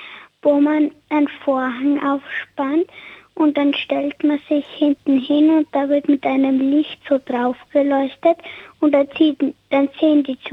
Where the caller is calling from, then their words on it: Austria; Ich bin 6 Jahre alt und ich wohne in Schwabau.